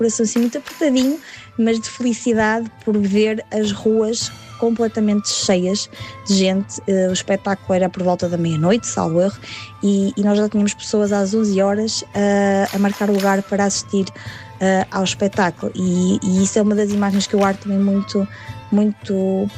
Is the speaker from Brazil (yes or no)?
no; Santa Maria da Feira, Norte, Portugal; um evento da minha cidade natal